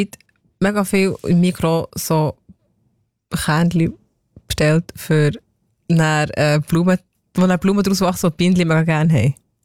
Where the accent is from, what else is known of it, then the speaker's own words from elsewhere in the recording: Switzerland; also born or lived in Costa Rica / Jamaica; ja, eigentlich von hier